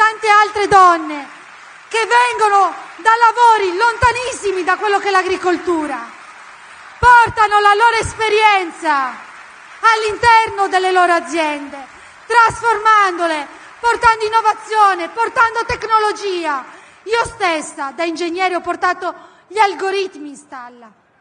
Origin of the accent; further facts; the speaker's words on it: Sardinia, Italy; Sono qui con l'orgoglio, con la fierezza della mia terra, la Sardegna